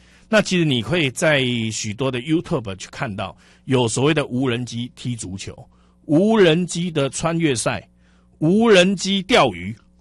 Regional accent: Dajia, Taichung, Taiwan; 咱的家乡一直无进步，

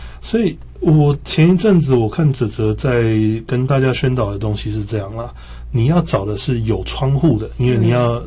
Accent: Taichung, Taiwan; 因为我台中人、哦、然后921那个我是亲身在那边摇

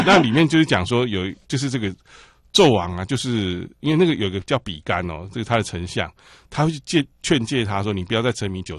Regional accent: Taiwan; 所以我们台湾人听到这个音就把它翻成高丽菜

